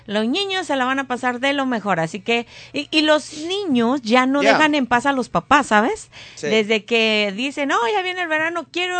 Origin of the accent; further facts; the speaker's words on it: Mexico City, Mexico; yo soy de Ciudad de México